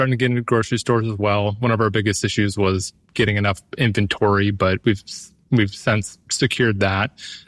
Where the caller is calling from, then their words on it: Longview, Washington, United States; I'm calling from Longview, Washington.